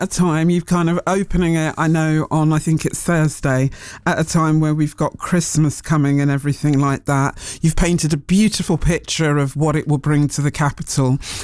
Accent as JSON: {"language": "English", "region": "London", "country": "United Kingdom", "said": "Just finally, I'm from North London. I know that the House of Mobo is in South London, as they say."}